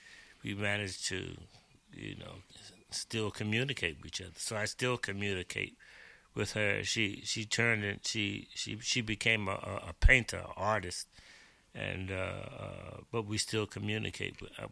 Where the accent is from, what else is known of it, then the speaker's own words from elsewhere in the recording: New York City, New York, United States; I was born in Brooklyn, and I grew up in the Fort Greene Projects as a child.